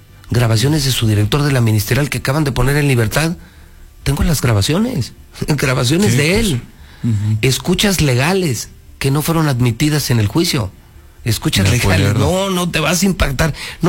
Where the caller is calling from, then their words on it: Aguascalientes, Mexico